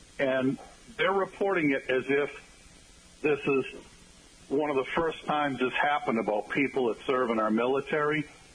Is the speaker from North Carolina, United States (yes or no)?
no; Foxborough, Massachusetts, United States; moved away as an adult; now in Brockton, United States; when I grew up in Foxborough